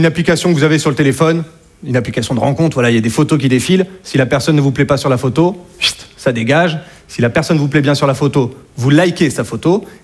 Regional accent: Hauts-de-France, France; parce que chez moi, en Picardie, voilà, entre voisins, franchement, il y a une bonne ambiance.

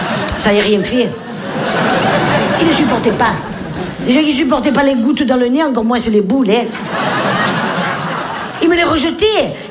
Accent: Nice, Provence-Alpes-Côte d'Azur, France

